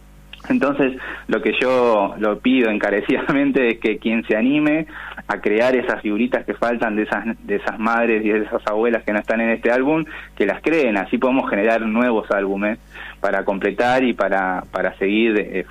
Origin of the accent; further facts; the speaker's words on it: Argentina; nosotros como argentinos